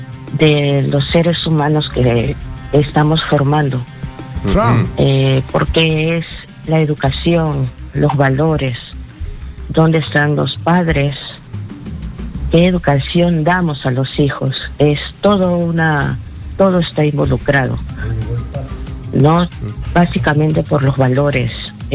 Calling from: Lima, Peru; llamo acá de Comas.

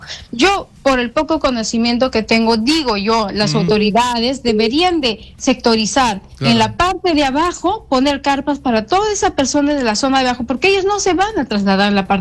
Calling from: Peru; una de las hijas de uno de los damnificados de Pumpunga, del sismo que ha azotado mi pueblo

